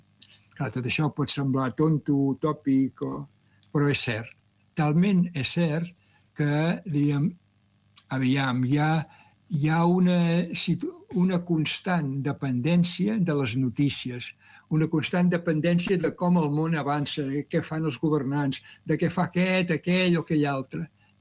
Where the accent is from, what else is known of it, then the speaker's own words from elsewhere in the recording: Argentona, Catalonia, Spain; moved away as an adult; also born or lived in Mataró; Si jo estigués a Argentona, el meu poble, o Mataró, la ciutat en la que he estat els últims 40 anys